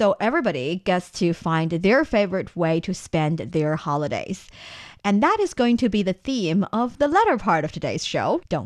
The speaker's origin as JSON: {"language": "English", "region": "Shanxi", "country": "China", "tie": "born or raised there", "said": "in my hometown, Shanxi province, we make hua mo"}